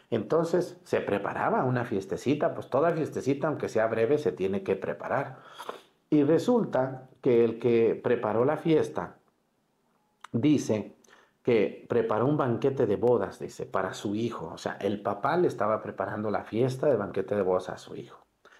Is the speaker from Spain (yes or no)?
no; Mexticacán, Jalisco, Mexico; en mi pueblo, en Mexicacán